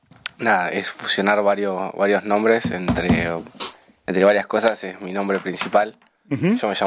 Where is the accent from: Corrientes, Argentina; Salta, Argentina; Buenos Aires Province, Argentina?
Buenos Aires Province, Argentina; Berazategui; en mi barrio Berazategui.